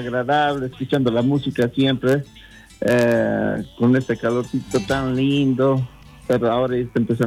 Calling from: Oruro, Bolivia; tantos grupos orureños, buenos grupos tenemos acá

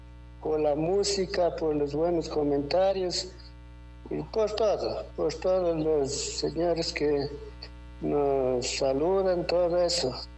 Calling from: Pujilí, Cotopaxi, Ecuador; Yo llamo de aquí, de Pujilis

